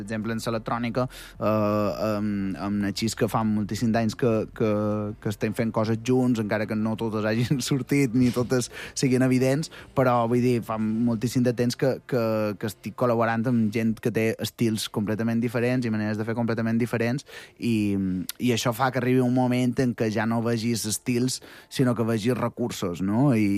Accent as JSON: {"language": "Catalan", "town": "Santa Maria del Camí", "region": "Balearic Islands", "country": "Spain", "said": "jo que sóc de Santa Maria"}